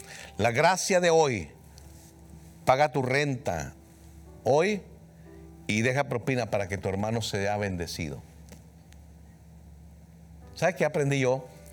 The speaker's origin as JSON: {"language": "Spanish", "country": "Mexico", "said": "Pero yo soy de México, ¿ok? Y yo soy cristiano, soy evangélico"}